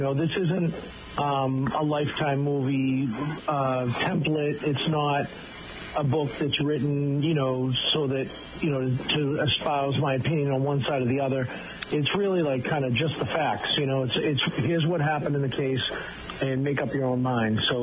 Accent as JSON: {"language": "English", "town": "Brockton", "region": "Massachusetts", "country": "United States", "tie": "born or raised there", "said": "I grew up in Brockton"}